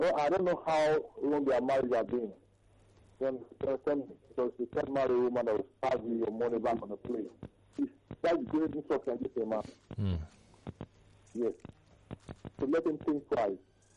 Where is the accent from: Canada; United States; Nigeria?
Nigeria; Warri, Delta; Like I told you, I'm from Wari, from the other state.